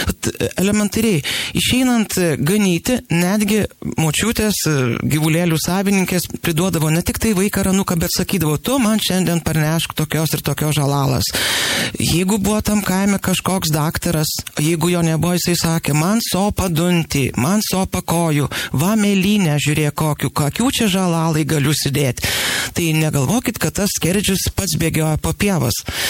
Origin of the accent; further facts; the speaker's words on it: Aukštaitija, Lithuania; mes esame aukštaičiai